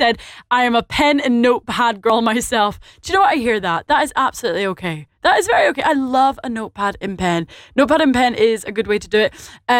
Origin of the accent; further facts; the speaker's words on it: Scotland, United Kingdom; accent: very Scottish; with my very Scottish accent